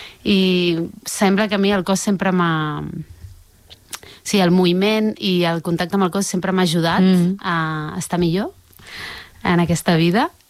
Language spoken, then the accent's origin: Catalan; Barcelona, Catalonia, Spain; first language Catalan; moved away as an adult; now in Olot, Spain; Jo vaig néixer a Barcelona, al barri d'Horta, amb una família de catalana, vull dir... De fet, no vaig aprendre a parlar castellà fins als 14 anys, perquè anàvem a una escola catalana, un entorn molt, molt català.